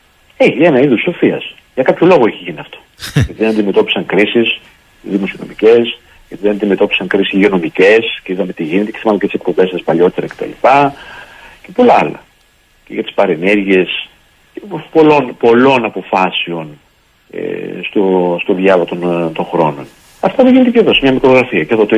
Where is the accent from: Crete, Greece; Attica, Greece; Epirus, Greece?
Epirus, Greece; Στο χωριό μου, στην Ήπειρο, στα ορεινά και στα Τζουμέρκα τα ορεινά.